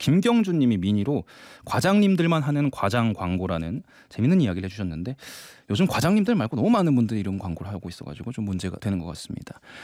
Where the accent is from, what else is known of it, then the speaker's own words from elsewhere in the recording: Jeonju, North Jeolla, South Korea; 아, 제 고향이 전주인데 여기도 이렇게 덥네요.